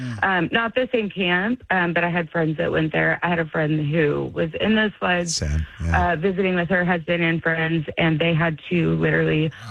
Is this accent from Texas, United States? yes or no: yes; Kerrville, Texas, United States; now in Taylor, United States; I'm in Taylor, Texas. So it's outside of Austin. I'm a small town girl. So I grew up actually in Kerrville, where the floods happened.